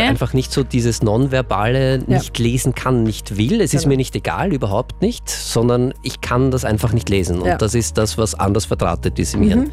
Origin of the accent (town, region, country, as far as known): Austria